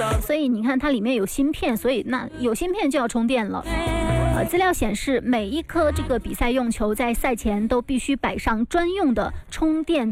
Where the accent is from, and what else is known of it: China